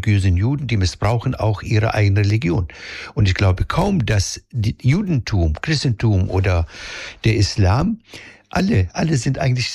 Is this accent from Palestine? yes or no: yes; Palestine; now in Germany; als Araber, als Palästinenser